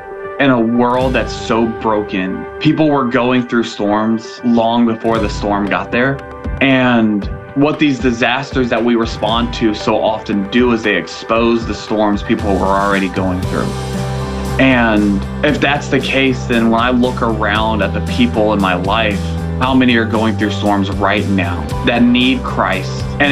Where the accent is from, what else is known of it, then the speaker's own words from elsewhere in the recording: Fort Walton Beach, Florida, United States; I grew up in Fort Walton Beach, just outside of Eglin Air Force Base.